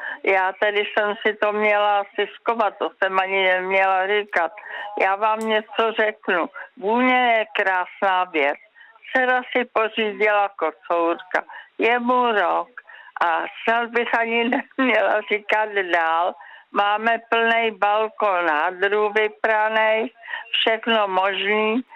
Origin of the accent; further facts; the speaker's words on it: Prague, Czechia; born there; Já jsem se narodila v Radotíně, na idylickém místě. Tenkrát to byl městys a byla to slepá ulice, vrátka do lesa.